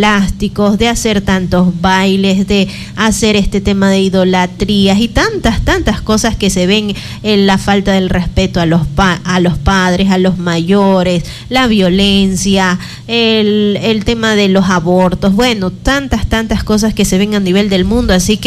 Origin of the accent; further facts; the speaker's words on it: Ecuador; como ecuatorianos estar preparados por esta llamada situación que se ubica el Ecuador en el conocido Callejón de Fuego